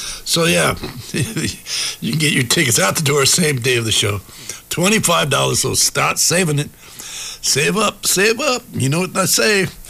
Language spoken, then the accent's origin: English; Kalamazoo, Michigan, United States; I brought some stuff that's from my hometown, Kalamazoo, Michigan.